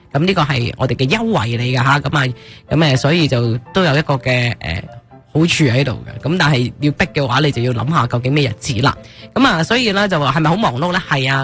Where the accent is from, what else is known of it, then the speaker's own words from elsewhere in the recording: Canada; 我哋作为加拿大人嘅话啦，吓亚省